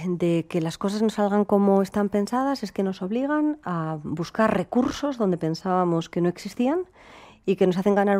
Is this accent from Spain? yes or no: yes; Llodio, Basque Country, Spain; born or raised there; also born or lived in Bilbao